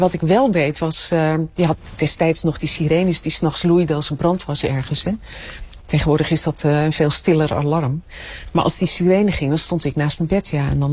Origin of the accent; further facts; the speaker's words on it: Egmond, North Holland, Netherlands; born there; moved away as an adult; En in het weekend ging ik terug naar Egmond, mijn geboorteplaats.